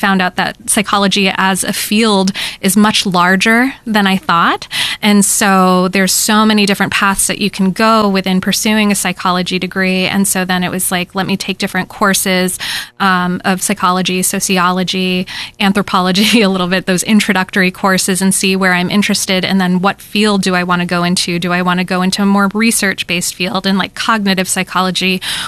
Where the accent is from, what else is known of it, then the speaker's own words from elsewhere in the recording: Temecula, California, United States; moved away as an adult; growing up in Temecula, which felt like such a small town where I didn't always feel like I fit